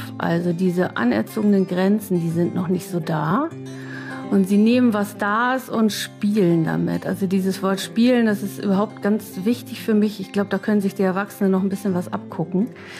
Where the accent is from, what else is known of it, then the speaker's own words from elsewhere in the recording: Hanover, Lower Saxony, Germany; Also ich fühle mich als Hannoveranerin, das habe ich bewusst entschieden